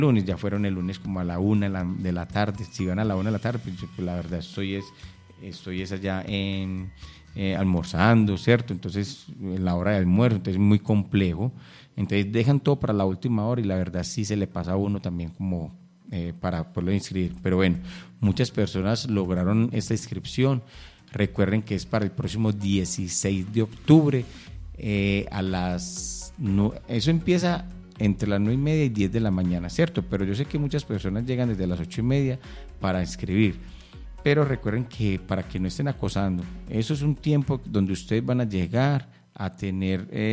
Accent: Angostura, Antioquia, Colombia; Ustedes saben que nosotros somos de acá. Yo soy de acá de Angostura

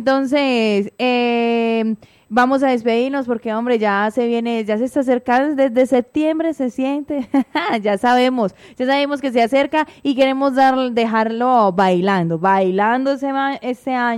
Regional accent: Yarumal, Antioquia, Colombia; Que yo soy de Yarumal, de Yarumal. ¿Sí lo han escuchado?

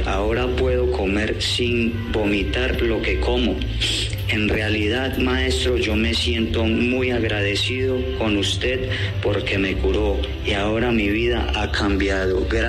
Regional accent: Abejorral, Antioquia, Colombia; Yo vengo de Abejorral, Antioquia.

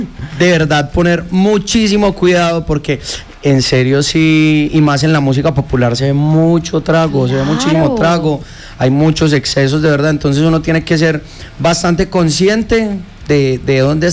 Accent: El Santuario, Antioquia, Colombia; Yo soy del Santuario Antioquia.

